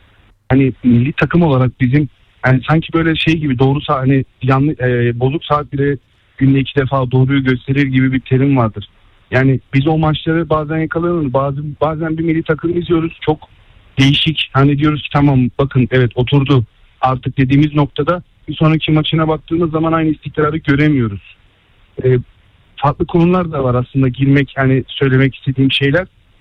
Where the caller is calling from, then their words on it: Istanbul, Turkey; İstanbul'dan arıyorum.